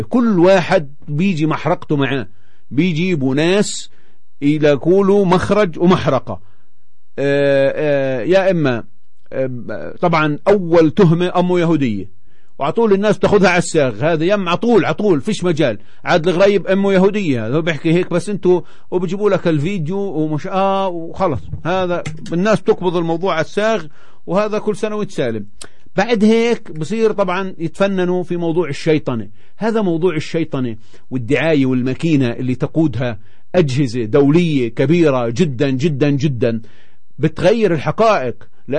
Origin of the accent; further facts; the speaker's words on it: Palestine; إحنا ثقافتنا كفلسطينيين وين ما كنا